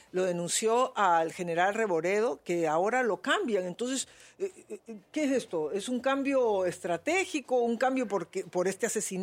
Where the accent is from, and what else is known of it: Peru